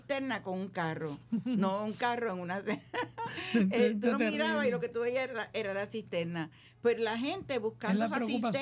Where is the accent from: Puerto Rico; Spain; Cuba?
Puerto Rico; estamos ubicados en la calle Asunción 391 en Puerto Nuevo, en la capital de nuestra querida isla de Puerto Rico.